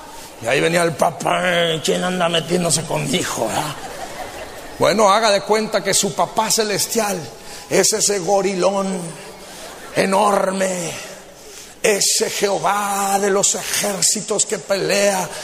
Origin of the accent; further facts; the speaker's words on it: Mexico; Todos los que somos mexicanos aquí